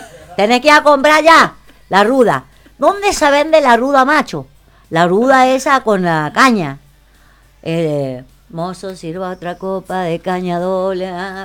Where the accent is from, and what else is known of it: Villa Mercedes, San Luis, Argentina